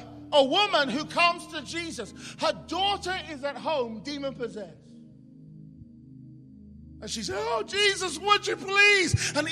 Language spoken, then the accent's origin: English; England, United Kingdom; born there